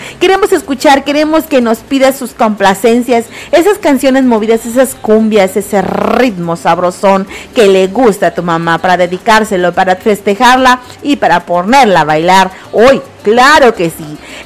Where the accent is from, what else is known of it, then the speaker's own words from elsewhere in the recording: Tizimín, Yucatán, Mexico; transmitiendo con mucho orgullo, con toda la potencia y todo el corazón desde mi tierra hermosa, desde Tizimín, Yucatán